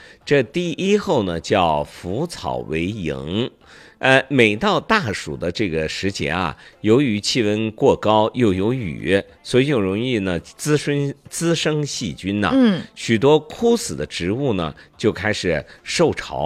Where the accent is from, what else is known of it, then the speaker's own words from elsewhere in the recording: Xinjiang, China; 咱们新疆人喝的砖茶